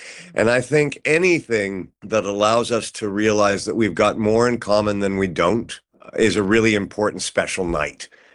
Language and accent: English; Toronto, Ontario, Canada; moved away; also born or lived in California; I found a small farming community back in the East Coast, actually quite close to where I grew up in Toronto.